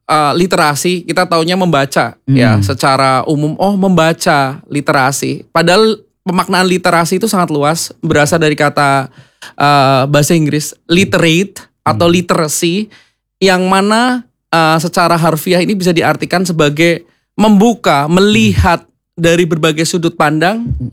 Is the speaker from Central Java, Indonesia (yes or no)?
yes; Kebumen, Central Java, Indonesia; Saya aslinya dari Kebumen.